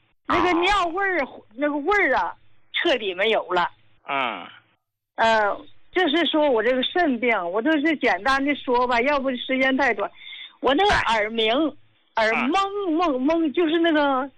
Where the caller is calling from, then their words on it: Qinhuangdao, Hebei, China; 我是哪的人？我是秦皇岛的。我今年呢83岁了